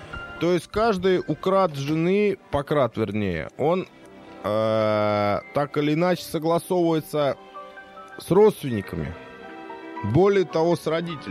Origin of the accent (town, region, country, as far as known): Kazakhstan